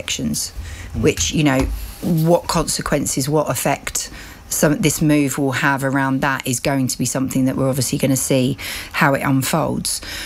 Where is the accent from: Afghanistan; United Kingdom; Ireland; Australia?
United Kingdom; maybe it's because I'm a Brit, I don't know